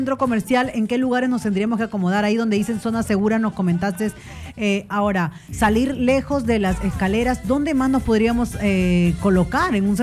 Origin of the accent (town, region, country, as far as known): Peru